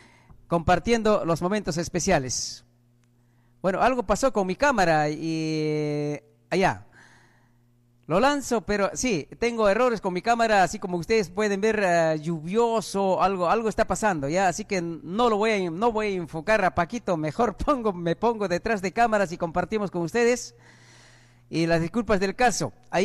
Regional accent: Grau Province, Apurímac, Peru; moved away; hace poquito hemos estado pues en nuestra querida tierra Akira, hemos ido a cumplir con nuestro deber cívico, ¿no? Como todo peruano, tenemos que cumplir con nuestro deber.

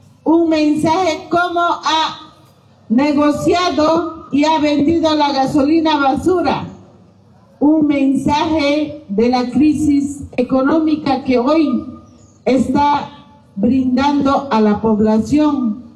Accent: Bolivia

